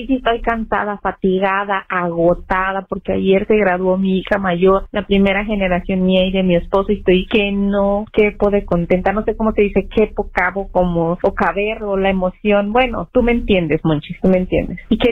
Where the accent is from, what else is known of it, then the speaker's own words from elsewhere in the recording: Mexico; que nos remontan a, pues, a nuestro México lindo y querido, porque yo soy mexicana.